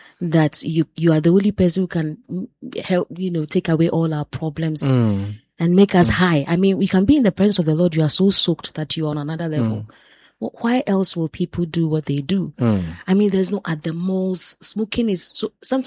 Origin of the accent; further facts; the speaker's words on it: Ghana; And the person could not believe that I'm from Ghana.